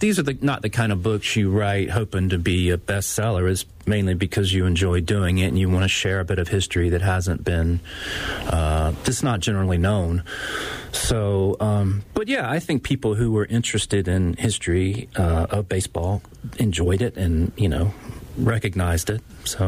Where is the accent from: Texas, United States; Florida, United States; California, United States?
Texas, United States; Dallas; moved away as an adult; now in Hillsborough, North Carolina, United States; So I grew up in Dallas.